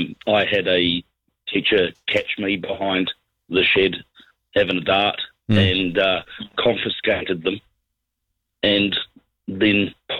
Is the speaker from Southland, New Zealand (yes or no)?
no; Christchurch, Canterbury, New Zealand; I mean, you know, I'm from Christchurch